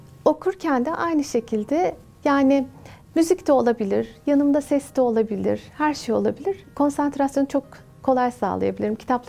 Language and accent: Turkish; Amasya, Turkey; Amasyalıyım çünkü Amasyalılar çok çay içerler.